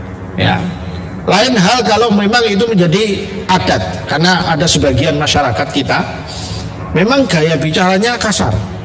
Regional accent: East Java, Indonesia; Saya kan orang Jawa Timur, saya ngomong harus kasar.

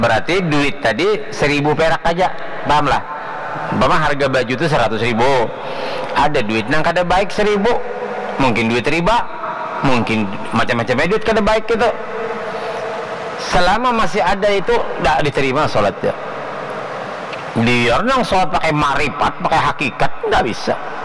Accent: Lubakung, Indonesia; Saya masa kecil di Lubakung. Lubakung tuh banyak buah.

